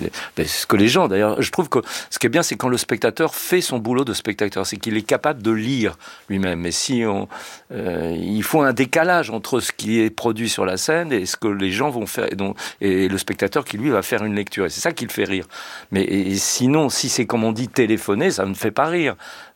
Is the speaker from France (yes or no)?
yes; Le Havre, Normandy, France; accent: Le Havre; Je prends un plutôt l'accent havre. Moi, je suis du Havre.